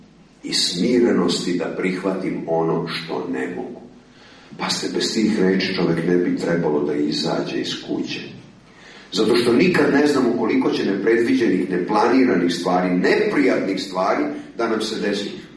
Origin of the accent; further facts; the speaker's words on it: Vojvodina, Serbia; Što kažu kod nas u Vojvodini, ja drumom, on šorom.